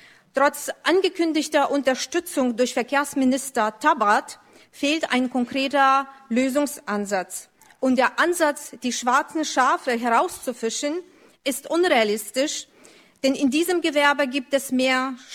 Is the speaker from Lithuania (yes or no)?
yes; Lithuania; first language Lithuanian; German is a second language; Meine Muttersprache ist Litauisch und ich habe in der damaligen Sowjetunion eine der litauischen Schulen besucht, die in Litauen die Mehrheit ausmachten.